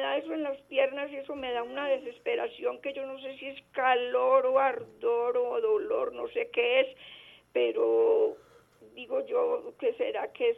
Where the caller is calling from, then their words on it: Jardín, Antioquia, Colombia; Yo soy de Jardín, Antioquia